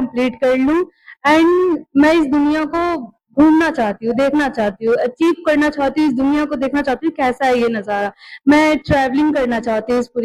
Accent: Bihar, India; now in Delhi, India; मैं बिहार से आई हूँ।

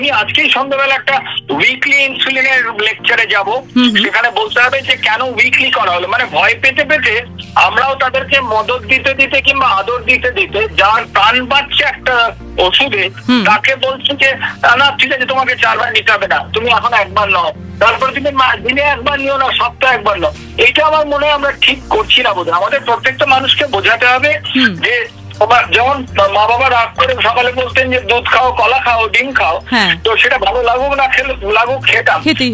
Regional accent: India

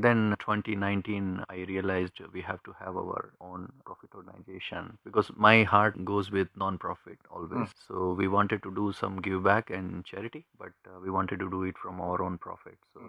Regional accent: Udaipur, Rajasthan, India; moved away as an adult; also born or lived in Mumbai / Pune; now in United States; I grew up in Udaipur and studied there, and then later for the job reason I had to move from Udaipur to different places

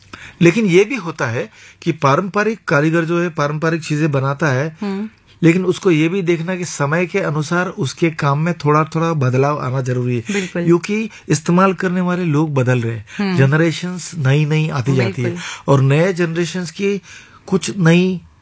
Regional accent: Maharashtra, India; और मैं खास करके महाराष्ट्र में बड़ा हुआ पला हुआ, तो वहां पर मुझे अभंग में काफी रुचि रही है

